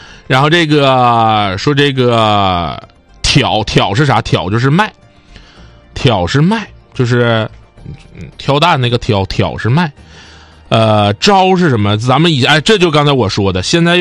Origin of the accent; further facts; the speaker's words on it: Changchun, Jilin, China; 不是我们长春这个长春啊